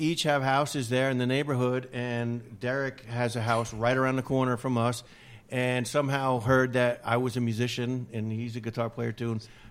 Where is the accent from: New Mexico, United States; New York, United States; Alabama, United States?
New York, United States; Palenville; Well, growing up in Palinville, we thought we were the toughest kids around, yeah.